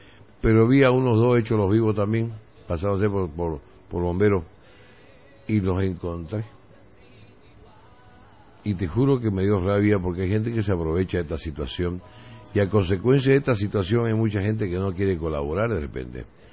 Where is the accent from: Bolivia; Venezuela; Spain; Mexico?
Bolivia; Santa Cruz; como cruceño, como periodista